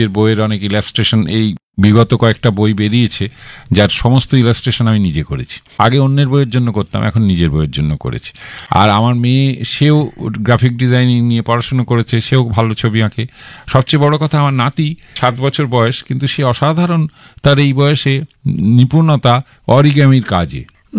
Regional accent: Bhatpara, West Bengal, India; moved away as an adult; now in Kolkata, India; ওই যে ভাটপাড়ায় থেকে আমি বড় হয়েছি, আমার মা ছিলেন, কাকা ছিলেন, তাদের কাছেই বড় হয়েছি আমি, আমার পরিবারও ওখানে

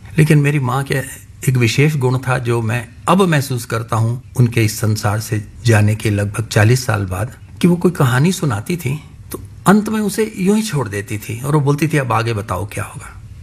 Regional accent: Haryana, India; born there; Hindi is a second language; मेरा जन्म अविभाजित पंजाब, आज वो क्षेत्र हरियाणा में है, करनाल के एक छोटे से गाँव में हुआ।

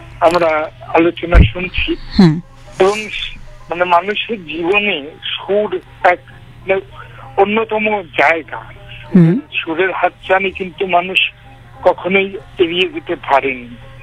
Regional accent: Murshidabad district, West Bengal, India; born there; আমার গ্রামের বাড়ি মুর্শিদাবাদ, মুর্শিদাবাদ জেলার খড়গাম থানার অন্তর্গত নগর গ্রামে

